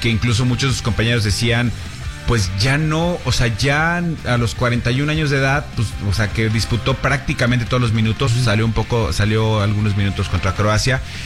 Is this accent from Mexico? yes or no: yes; Mexico; Y como mexicano, pues sí te da como esa, claro, cosita.